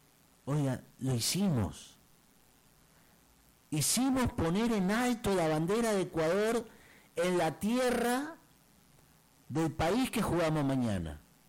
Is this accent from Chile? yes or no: yes; Chile; Siendo chileno